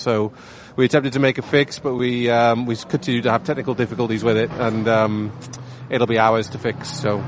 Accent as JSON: {"language": "English", "country": "Canada", "said": "We're coming over from Canada and a few Americans in there with us."}